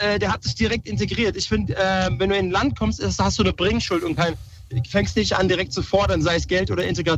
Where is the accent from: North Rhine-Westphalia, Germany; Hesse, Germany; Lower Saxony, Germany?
Hesse, Germany; Wiesbaden; Grüße in meiner Heimatstadt nach Wiesbaden. Da bin ich geboren und aufgewachsen.